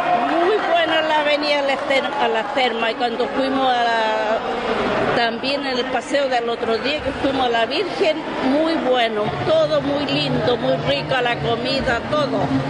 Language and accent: Spanish; Yerbas Buenas, Maule, Chile; soy del sector Esperanza, y muchas gracias, estoy muy contenta por todo lo que nos ha ayudado la Municipalidad de Yerbas Buenas.